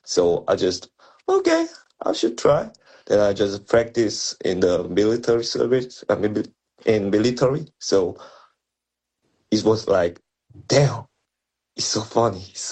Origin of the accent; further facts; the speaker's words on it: South Korea; English is a second language; now in Busan, South Korea; I'm from Korea, and this is I live in Busan in Korea.